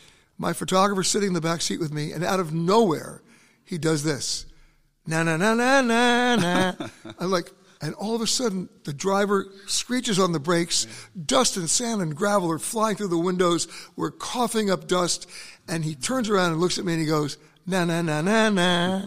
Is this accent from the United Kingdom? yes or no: no; United States; But they just know I'm an American.